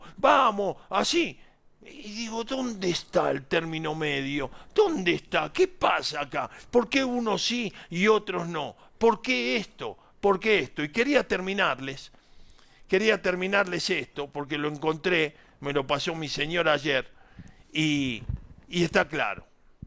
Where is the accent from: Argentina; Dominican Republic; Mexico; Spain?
Argentina; now in Colombia; 25.000 argentinos vivimos acá en Colombia y estamos orgullosos de vivir en esta tierra tan querida.